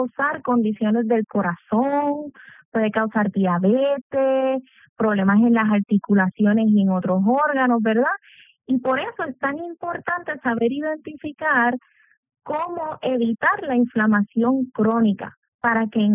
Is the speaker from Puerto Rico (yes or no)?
yes; Puerto Rico; Somos una población puertorriqueña carnívora, le gustan las carnes de res y cerdo